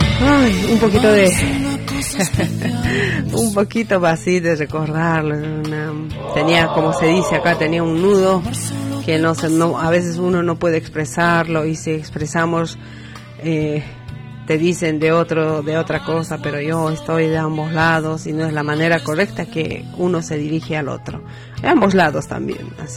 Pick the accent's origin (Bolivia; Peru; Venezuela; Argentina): Bolivia